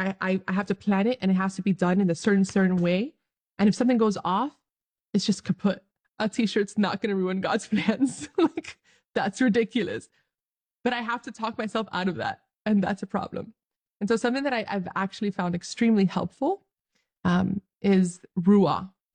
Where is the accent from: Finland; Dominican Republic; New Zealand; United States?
Dominican Republic; for those of you who do not know, I'm Dominican from the Dominican Republic. But I'm also Arabic.